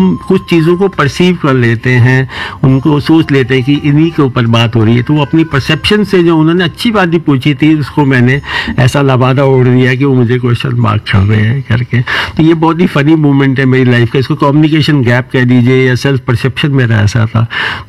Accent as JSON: {"language": "Hindi", "town": "Faridabad", "region": "Haryana", "country": "India", "said": "मैं फरीदाबाद का निवासी हूँ।"}